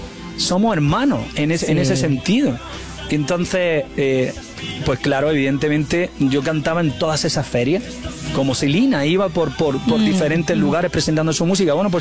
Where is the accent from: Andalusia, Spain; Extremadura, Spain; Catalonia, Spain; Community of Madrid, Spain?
Andalusia, Spain; Almería; mi tierra, Almería